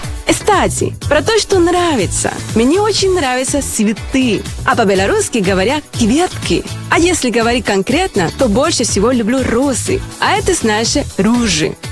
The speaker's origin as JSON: {"language": "Russian", "country": "Venezuela", "lives_now": "Belarus", "said": "Я приехал в Беларусь из Венесуэлы. Приехала и осталась."}